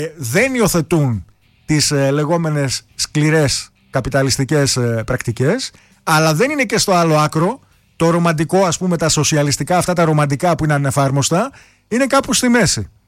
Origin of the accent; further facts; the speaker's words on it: Greece; ειδικά ως Έλληνες